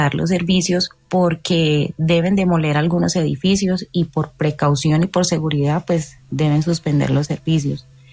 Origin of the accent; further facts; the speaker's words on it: Palmira, Valle del Cauca, Colombia; now in Pereira, Colombia; tengo familia en Palmira, yo soy de Palmira, pero vivo hace mucho tiempo aquí en Pereira